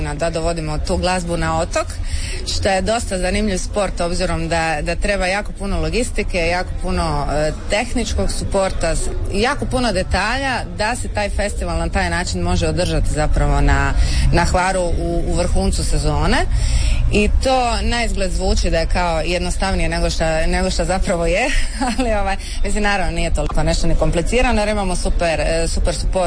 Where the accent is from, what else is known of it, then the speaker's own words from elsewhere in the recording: Jelsa, Split-Dalmatia County, Croatia; Ja sam sa Hvara iz Jelse